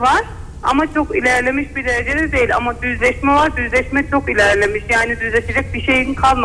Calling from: Van, Turkey; Van'dan arıyorum.

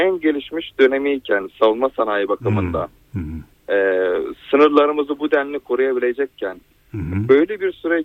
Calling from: Istanbul, Turkey; İstanbul'dan arıyorum.

